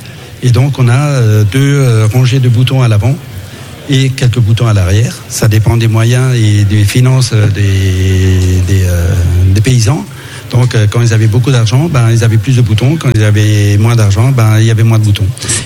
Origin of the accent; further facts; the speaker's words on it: Gries, Grand Est, France; nous sommes originaires de Grise.